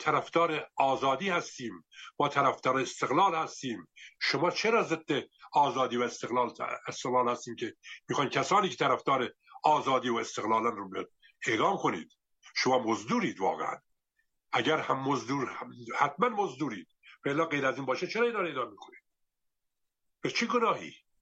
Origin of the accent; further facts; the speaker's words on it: Iran; ما ایرانی ها غیرت داریم، شرف داریم